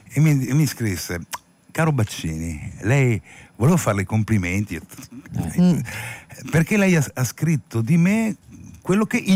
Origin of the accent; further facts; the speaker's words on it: Genoa, Liguria, Italy; io sono genovese.